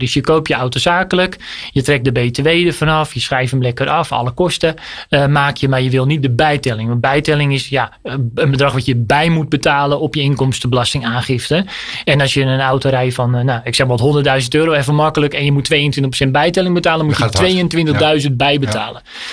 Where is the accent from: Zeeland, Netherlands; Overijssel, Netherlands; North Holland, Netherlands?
North Holland, Netherlands